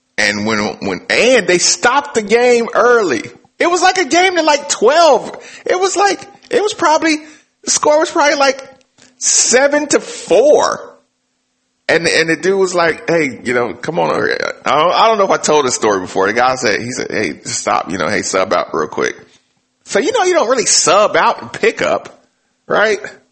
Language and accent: English; North Carolina, United States; moved away; also born or lived in Clarksville, Tennessee / Fort Campbell, Kentucky; I am from North Carolina